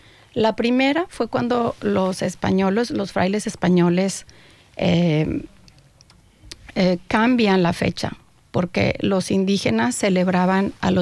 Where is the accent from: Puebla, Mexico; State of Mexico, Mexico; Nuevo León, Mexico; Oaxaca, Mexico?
Nuevo León, Mexico; Monterrey; yo soy originaria de Monterrey. Monterrey, Nuevo León, está al norte de México. Y yo no crecí con esta tradición del Día de los Muertos porque en esta ciudad de Monterrey hay una influencia americana muy fuerte.